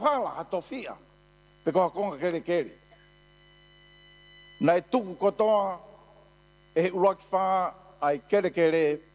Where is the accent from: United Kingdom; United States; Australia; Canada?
Australia; I come from Aussie, yeah.